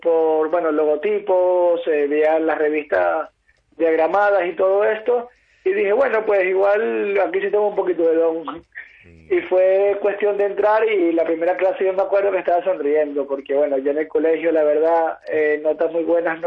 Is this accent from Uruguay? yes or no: no; Caracas, Capital District, Venezuela; moved away as an adult; now in Galicia, Spain; si bien mis abuelos son españoles, mas no gallegos, en Caracas me crié en la Hermandad Gallega, es un club fundado por gallegos